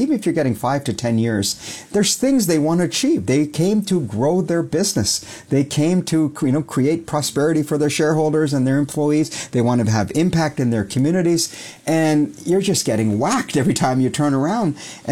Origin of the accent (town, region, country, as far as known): Canada